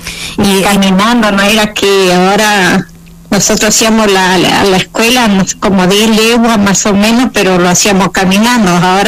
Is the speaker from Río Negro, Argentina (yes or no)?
yes; Paso Los Molles, Río Negro, Argentina; now in Bariloche, Argentina; Nací en el campo. Yo me crié en Paso Los Molles, de donde está mandando mensaje Mirta Miyapi.